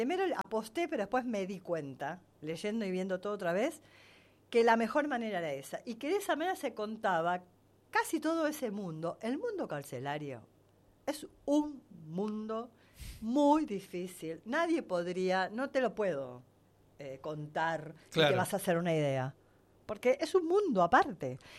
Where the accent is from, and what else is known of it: Uruguay; now in Argentina